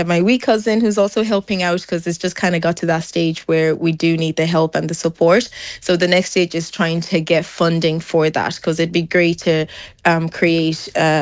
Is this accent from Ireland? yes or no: yes; Castlebar, Connacht, Ireland; moved away as an adult; also born or lived in Taiwan; So, I'm actually currently in Japan. My background is I'm from Castlebar, And I got an opportunity to do my master's out in Asia, in Taiwan, where I spent back and forth almost 8 years living and working out there. And whenever I moved back to Ireland